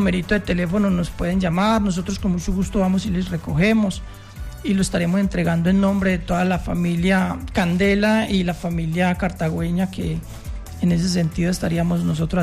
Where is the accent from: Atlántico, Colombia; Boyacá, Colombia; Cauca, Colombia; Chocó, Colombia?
Cauca, Colombia; Argelia; La verdad es que venimos de Argelia con el corazón en la mano por todo lo que acaba de suceder, que es una tragedia que nos ha golpeado pues a todos los gente colombiano